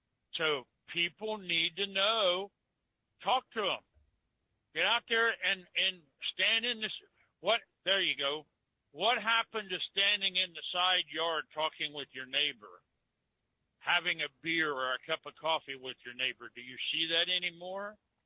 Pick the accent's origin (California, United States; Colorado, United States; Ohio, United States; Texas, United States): Ohio, United States; Delaware; My hometown of Delaware, Ohio, has grown. There's apartments where there used to be cornfields.